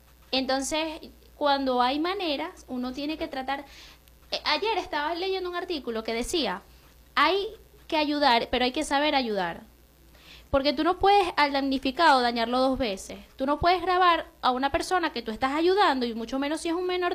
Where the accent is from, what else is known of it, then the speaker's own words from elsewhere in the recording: Venezuela; sobre todo como venezolanos, que a la mayoría nos duele lo que está ocurriendo allá al norte del país.